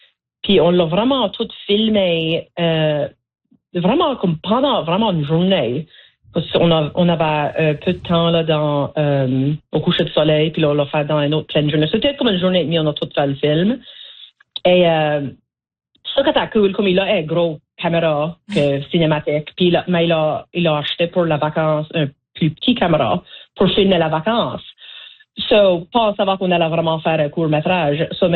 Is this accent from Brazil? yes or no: no; Petit-Ruisseau, Nova Scotia, Canada; moved away as an adult; now in Toronto, Canada; Oui, so moi j'ai grandi à la Baie-Sainte-Marie. J'ai grandi au Petit-Ruisseau, qui est dans la région Clare. C'est la région acadienne au sud-ouest de la Nouvelle-Écosse.